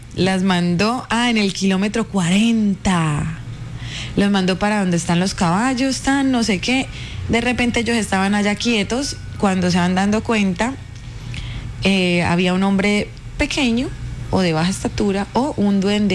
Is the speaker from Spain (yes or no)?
no; Venezuela; moved away; yo crecí en un pueblito en Venezuela. Yo viví gran parte de mi vida en Venezuela, por eso amo tanto Venezuela, y crecí específicamente en un pueblito en la frontera.